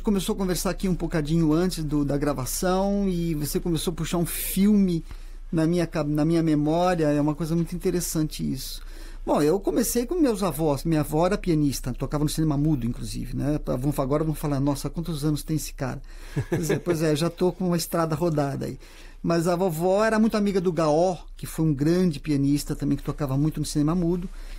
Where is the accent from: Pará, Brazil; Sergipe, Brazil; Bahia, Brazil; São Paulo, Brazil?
São Paulo, Brazil; eu nasci ali na Rua dos Andradas, ali chamava-se, era o bairro, ainda é Campos Elíseos